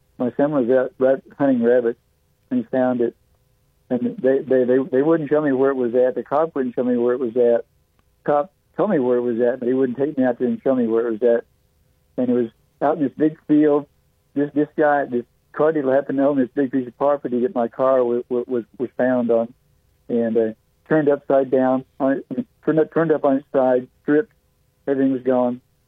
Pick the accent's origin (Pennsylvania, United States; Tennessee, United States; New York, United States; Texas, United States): Tennessee, United States; moved away; I grew up down in Tennessee, and that's where I was living at the time.